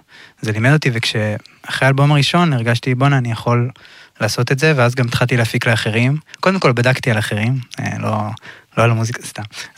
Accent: Har Adar, Jerusalem District, Israel; now in Tel Aviv, Israel; אני בן 24, במקור מהר אדר, שזה בהר ירושלים, עכשיו תל אביב.

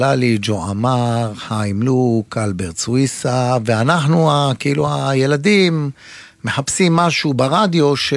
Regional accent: Jerusalem, Jerusalem District, Israel; בירושלים. ואתה בבית כנסת מקבל מרפק מאבא שלך

